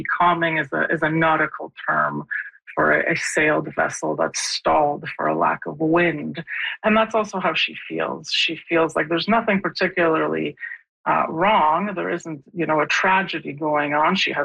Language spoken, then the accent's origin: English; Poland; moved away; I grew up in Poland, and my father, my own father, was a merchant marine, so he was away from home for a long period of time.